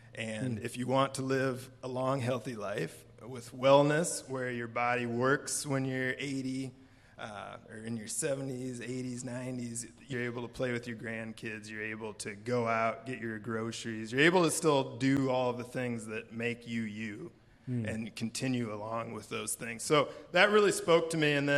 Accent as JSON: {"language": "English", "town": "Coggin", "country": "United States", "tie": "born or raised there", "said": "So, I mean, growing up in Coggin, being there my whole life, you know, and I actually own the farm down the road from the family farm that I grew up on."}